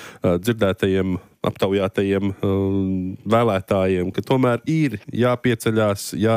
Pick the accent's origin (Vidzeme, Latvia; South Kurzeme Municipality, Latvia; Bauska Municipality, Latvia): Vidzeme, Latvia